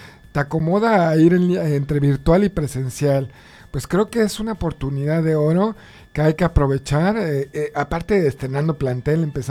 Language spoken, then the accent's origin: Spanish; Cuernavaca, Morelos, Mexico; Yo soy de Cuernavaca, Morelos